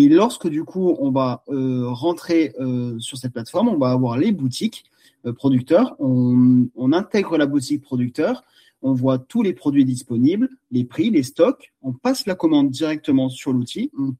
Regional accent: Provence-Alpes-Côte d'Azur, France; Nous, on est originaire des Hautes-Alpes et c'est vrai qu'on a toujours été habitués à bien manger

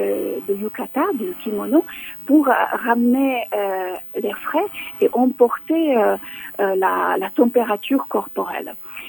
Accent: Toulouse, Occitanie, France; chez nous à Toulouse, dans le sud de la France

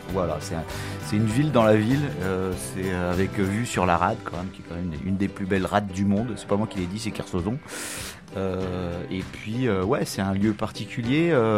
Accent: Brest, Brittany, France; also born or lived in Paris; Ouais, je suis né à Brest, ouais, j'ai passé mon enfance à Brest, après j'ai un peu bougé, voilà, Plougastel, Quimper, puis je suis revenu à Brest pour mes études

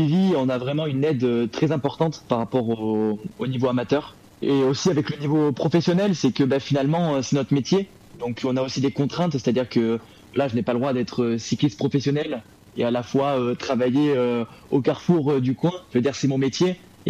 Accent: La Ciotat, Provence-Alpes-Côte d'Azur, France; now in Marseille, France; j'ai commencé le vélo à 8 ans, chez moi à La Ciotat, dans le sud, dans mon club de vélo de ma ville.

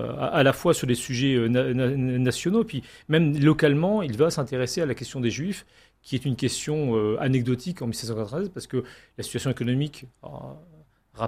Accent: Grand Est, France; qui peut nous intéresser en tant que Lorrain

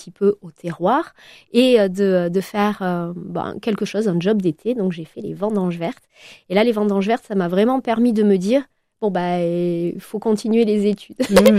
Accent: Nouvelle-Aquitaine, France; born there; je suis née dans le Médoc, et donc j'ai des origines médocaines, mais j'ai également des origines basque.

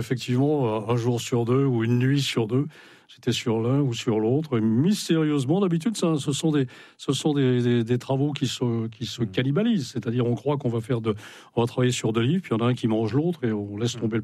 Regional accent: Brittany, France; Moi, je suis un vrai breton. Mmh. Et comme tous les bretons, je suis un breton de migrateur. Et ce n'est pas un hasard si mon père m'a fait naître en dehors des murs de Bretagne.

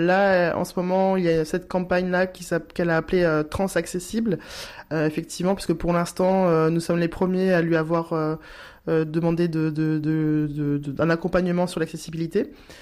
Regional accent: Saintes, Nouvelle-Aquitaine, France; je suis originaire de Saintes, j'habite ici, donc c'est vrai que j'ai envie de leur faire découvrir tout notre patrimoine.

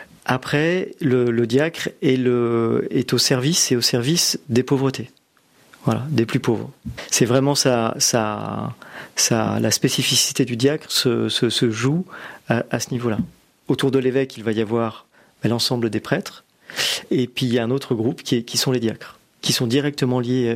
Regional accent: Melle, Nouvelle-Aquitaine, France; Mais je suis originaire de Deux-Sèvres. Voilà, je suis né à Mel. Et mes parents sont originaires de Deux-Sèvres.

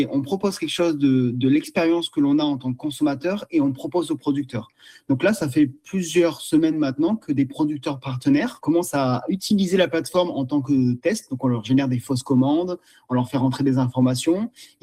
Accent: Provence-Alpes-Côte d'Azur, France; Nous, on est originaire des Hautes-Alpes et c'est vrai qu'on a toujours été habitués à bien manger, à bien consommer.

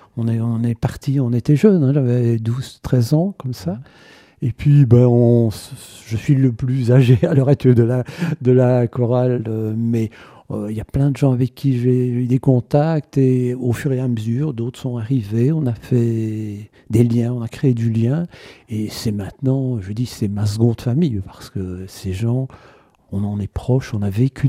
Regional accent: Saint-Séverin, France; also born or lived in Ouilly; J'ai grandi à Saint-Séverin, dans le Condreau. Mmh. J'ai vécu une dizaine d'années là-bas et puis mes parents ont déménagé à la Sarthe, à Ouilly.

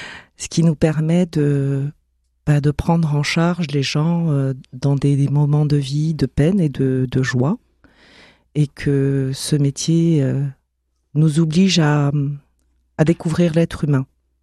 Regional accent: Djibouti; moved away as an adult; also born or lived in Somalia; now in France; Alors, moi, je suis née en Somalie. Je suis arrivée en France à l'âge de 18 ans. Auparavant, à Djibouti, j'étais à l'école de la nativité

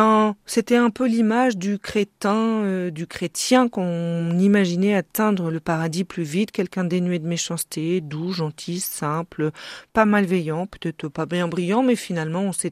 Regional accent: France; chez nous en France

